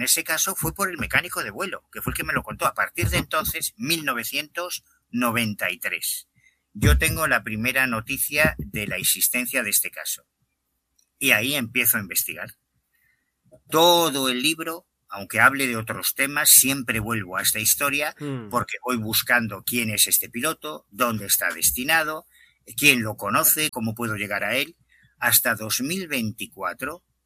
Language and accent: Spanish; Betanzos, Galicia, Spain; No, yo soy un chaval de Betanzos, de La Coruña, que ha visto un ovni, yo quiero hablar con piloto.